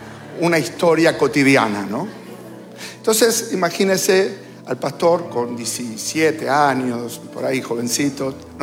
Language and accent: Spanish; Buenos Aires, Argentina; Me crié en la Capital Federal, así que yo nunca hice asado.